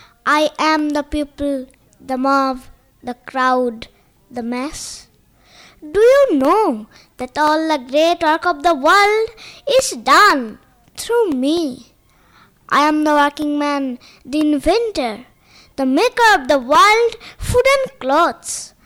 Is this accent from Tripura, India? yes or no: no; Domkal, West Bengal, India; আমি দমকল মাহিষ্যপাড়া থেকে এসেছি।